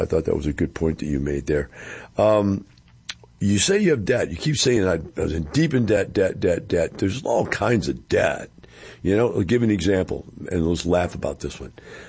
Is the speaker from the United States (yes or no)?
yes; Missouri, United States; you know, I'm from Missouri, and we call it the show me state.